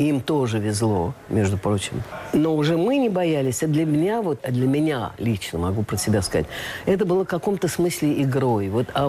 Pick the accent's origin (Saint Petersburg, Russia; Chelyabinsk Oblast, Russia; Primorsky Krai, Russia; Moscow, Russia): Moscow, Russia; born there; Мне повезло, что я родилась в Москве, в столице нашей Родины. И мне повезло, что я родилась в Советском Союзе.